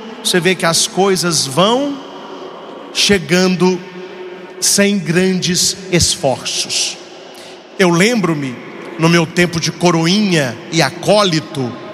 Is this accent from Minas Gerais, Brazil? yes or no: yes; Itaúna, Minas Gerais, Brazil; moved away; Em Itaúna, minha terra natal, onde mora minha mãe